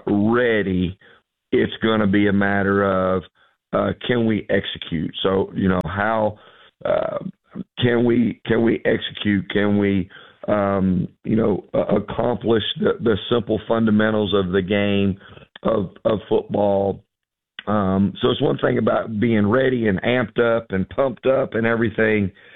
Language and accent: English; Georgia, United States; moved away; I'm originally from Georgia